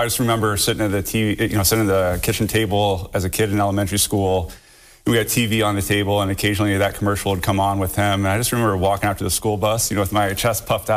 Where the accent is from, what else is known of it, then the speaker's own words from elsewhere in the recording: Haskins, Ohio, United States; Yeah. So when I grew up in a little town in Wood County called Haskins, and you know, my parents were obviously a big factor and role models